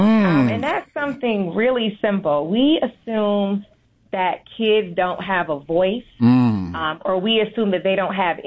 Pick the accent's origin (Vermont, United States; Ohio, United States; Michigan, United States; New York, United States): Ohio, United States; Cleveland; I'm from Cleveland, Ohio.